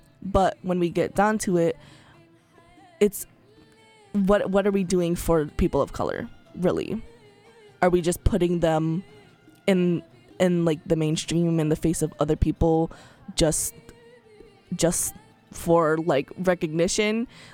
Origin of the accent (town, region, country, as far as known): United States